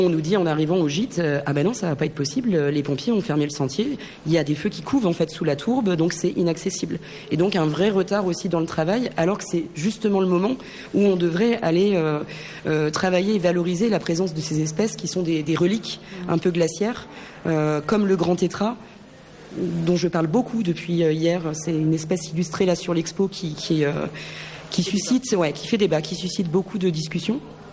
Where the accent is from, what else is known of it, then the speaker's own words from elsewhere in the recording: the Alps, France; comme toi, je suis des Alpes